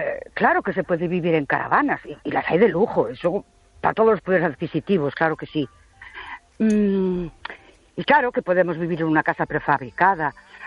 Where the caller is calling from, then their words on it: Ourense, Galicia, Spain; de Ourense.